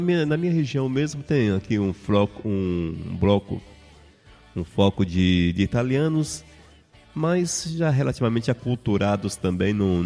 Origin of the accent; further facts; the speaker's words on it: Espírito Santo, Brazil; Mas o Espírito Santo é muito interessante mesmo. Primeiro, nós não temos um sotaque marcante